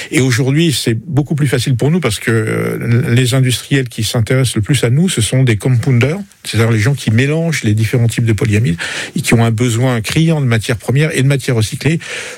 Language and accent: French; Joigny, Bourgogne-Franche-Comté, France; born there; moved away; also born or lived in Paris; je suis jovinien, c'est mon parcours personnel, je suis né à Joigny, je suis parti jeune